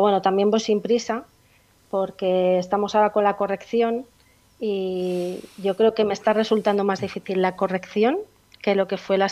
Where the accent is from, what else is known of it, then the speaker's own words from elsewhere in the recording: Basque Country, Spain; born there; also born or lived in Barcelona province; now in Logroño, Spain; En Logroño lo que es vivir 5 años, aunque bueno, he estudiado aquí, he trabajado aquí, pero vivía casi toda mi vida, he vivido en un pueblo pequeñito que está a 5 kilómetros de Logroño, pero pertenece a otra comunidad que se llama Álava, es el País Vasco.